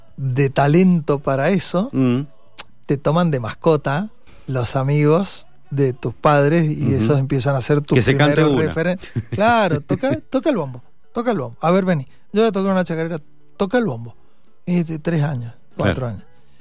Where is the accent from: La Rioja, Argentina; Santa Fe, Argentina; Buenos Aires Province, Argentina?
La Rioja, Argentina; Chilecito; Yo me crié en Chilecito, en La Rioja.